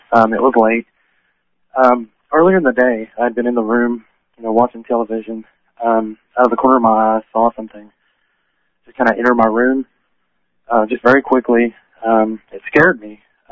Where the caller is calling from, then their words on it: Tennessee, United States; I'm in Middle Tennessee.